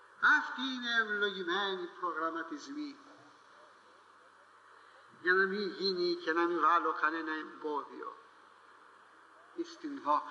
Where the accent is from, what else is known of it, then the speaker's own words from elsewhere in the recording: Corfu, Ionian Islands, Greece; moved away; στην πατρίδα μου την Κέρκυρα